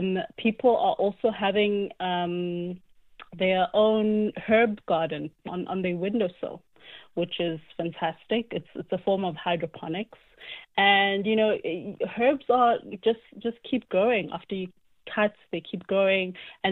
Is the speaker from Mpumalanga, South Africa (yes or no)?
yes; Witbank, Mpumalanga, South Africa; moved away; I'm from Witbank originally. I was born and bred there.